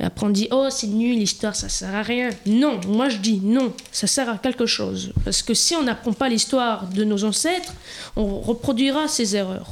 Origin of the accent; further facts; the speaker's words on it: Saint-Gaudens, Occitanie, France; born there; Je suis née à Saint-Gaudens, c'est l'ancien hôpital